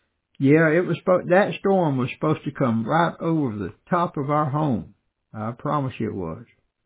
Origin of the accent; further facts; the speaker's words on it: Georgia, United States; now in Atlanta area, United States; the place I grew up in South Georgia.